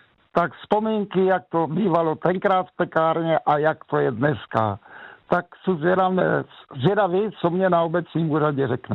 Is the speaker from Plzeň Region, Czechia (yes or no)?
no; Šternberk, Olomouc Region, Czechia; chce jít mezi lidi, tak má možnosti třeba u nás ve Štenberku hodně